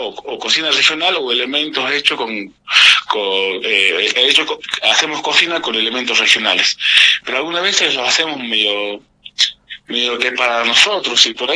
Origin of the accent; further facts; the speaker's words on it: Abra Pampa, Jujuy, Argentina; somos netamente tres jujeños de la región de La Puna. Tenemos a Pumahuasi, tenemos allá a lo que es Pozuelo, y bueno, yo como netamente abrapampeño